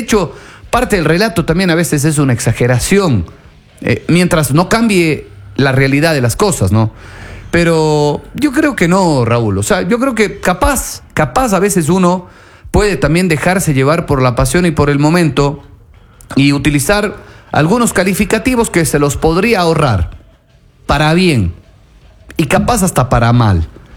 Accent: Ecuador

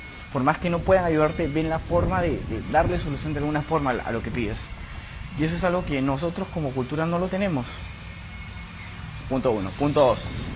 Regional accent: Peru; Y yo le dije, no soy peruano.

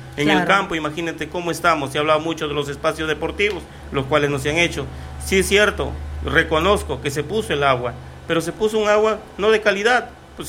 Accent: Túcume, Lambayeque, Peru; mi pueblo de Tucume

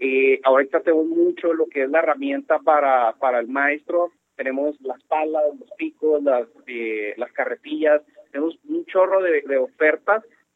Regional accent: Camargo, Mexico; el barrio de La Marranera es un barrio en donde crecí yo personalmente, creció mi papá, de ahí somos.

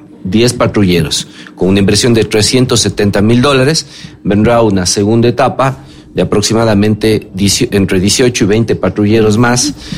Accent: Cuenca, Azuay, Ecuador; lo bueno pagadores que somos los cuencanos

